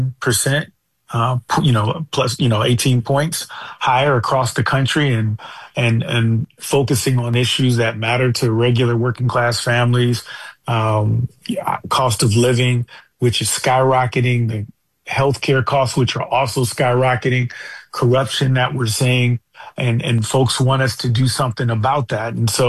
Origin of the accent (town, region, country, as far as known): United States; born or raised there